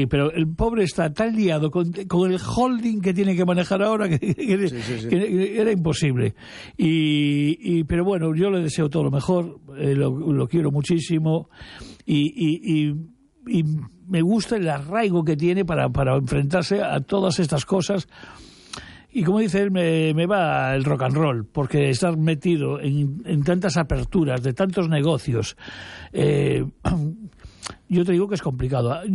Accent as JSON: {"language": "Spanish", "region": "Galicia", "country": "Spain", "said": "Eso forma parte de nuestro ADN, tanto gallego como español."}